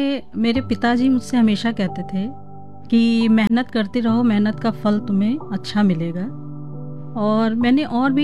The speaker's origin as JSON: {"language": "Hindi", "town": "Lucknow", "region": "Uttar Pradesh", "country": "India", "tie": "born or raised there", "also_born_or_lived": "Pilibhit / Jaipur", "moved": "as an adult", "lives_now": "Gonda, India", "said": "मैं लखनऊ में पैदा हुई, प्रारंभिक शिक्षा मेरी वहीं से हुई, लखनऊ कॉलेज से"}